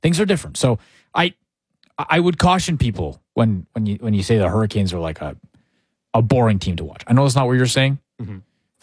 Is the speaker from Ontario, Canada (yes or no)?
no; Calgary, Alberta, Canada; I was born and raised in Calgary.